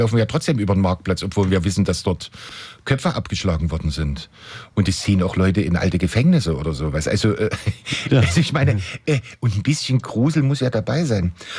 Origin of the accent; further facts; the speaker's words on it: Dresden, Saxony, Germany; ich bin in Dresden groß geworden